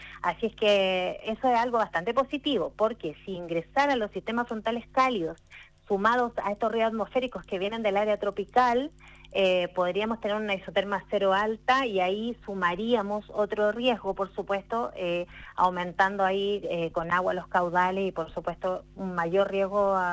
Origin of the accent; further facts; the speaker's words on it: Valparaíso, Chile; Pues yo trabajo para todo Chile en Meteorred, pero soy de Valparaíso, así que me encanta hablar de mi región